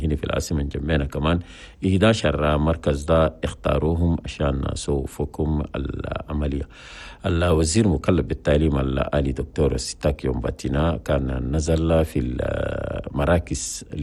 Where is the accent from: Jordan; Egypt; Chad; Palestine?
Chad; اللاجئين السودانيين في بلدنا تشاد.